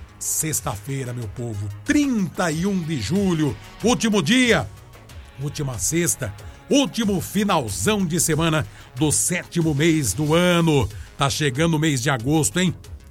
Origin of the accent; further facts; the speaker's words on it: Bariri, São Paulo, Brazil; nós que somos aqui de Bariri, do estado de São Paulo, do sudeste do Brasil, do interiorzão do estado de São Paulo